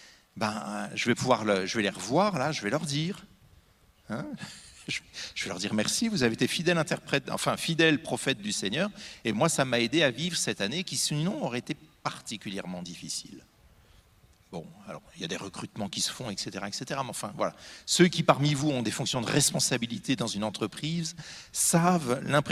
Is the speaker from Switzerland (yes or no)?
no; Normandy, France; Je suis normand, hein. Un pommier, je le connais.